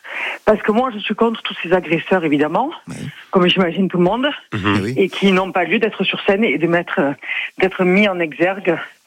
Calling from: Marseille, Provence-Alpes-Côte d'Azur, France; je suis à Marseille

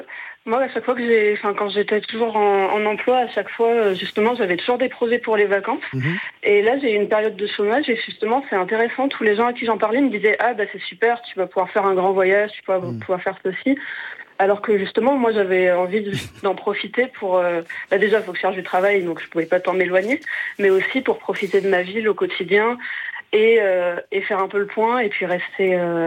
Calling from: Lyon, Auvergne-Rhône-Alpes, France; J'appelle de Lyon.

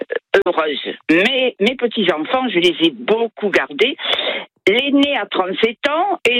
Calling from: Bassens, Nouvelle-Aquitaine, France; J'habite à Bassens

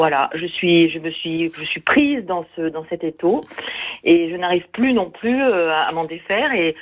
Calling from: Nouvelle-Aquitaine, France; moi j'ai 64 ans et j'habite en Dordogne pendant des années, j'ai 4 enfants adultes

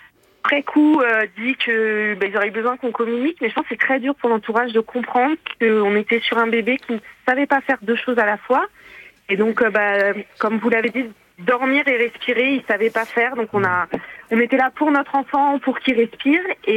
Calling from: Tourville, France; Tourville.

